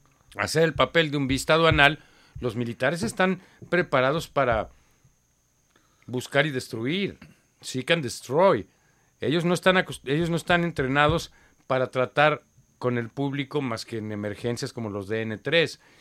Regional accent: Mexico; poner mi granito de arena en mi país.

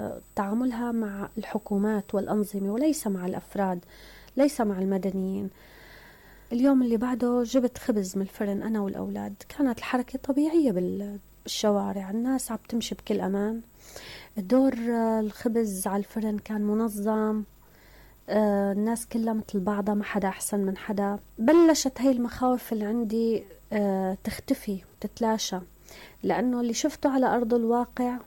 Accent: Aleppo, Aleppo Governorate, Syria; moved away as an adult; طريق عسكري سلكناه ونحن طالعين من حلب هربانين من الموت والخوف

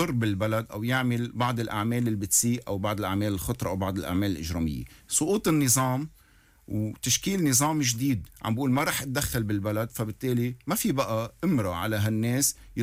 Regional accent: Lebanon; نحن كلبنانيين

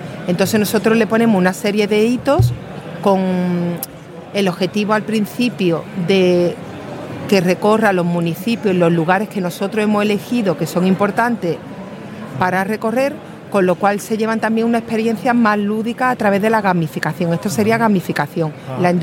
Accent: Málaga, Andalusia, Spain; accent: Málaga; no sé si se notará por el acento que soy de Málaga.

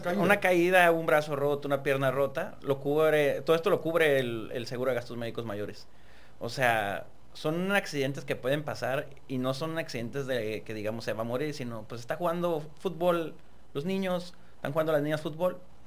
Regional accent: Tijuana, Baja California, Mexico; Yo nací en Tijuana, fui creado en Tijuana, así siempre les digo. Yo nací en Tijuana, fui criado y creado en Tijuana. Mis papás vienen de otros estados, pero yo soy 100% orgulloso tijuanense.

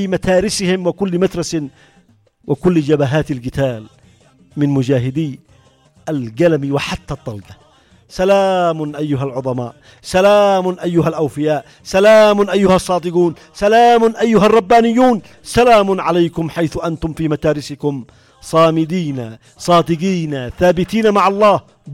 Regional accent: Saudi Arabia; وأنا سعودي

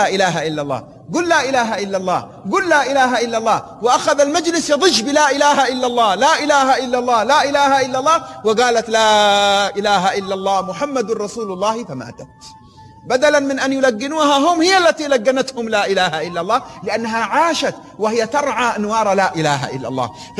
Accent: Hadramawt, Yemen; امرأة من المزارعات لا تقرأ ولا تكتب عندنا في حضرموت

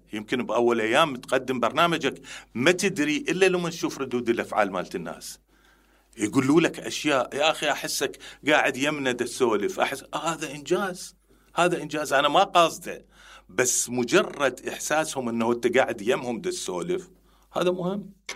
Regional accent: Karbala, Karbala Governorate, Iraq; اني كربلائي

